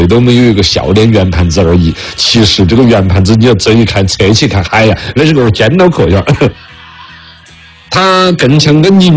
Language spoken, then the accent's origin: Chinese; China